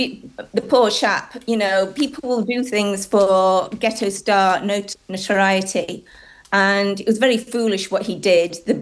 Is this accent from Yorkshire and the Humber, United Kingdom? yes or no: yes; Barnsley, Yorkshire and the Humber, United Kingdom; I was in my early 20s and I was pretty desperate growing up in Barnsley.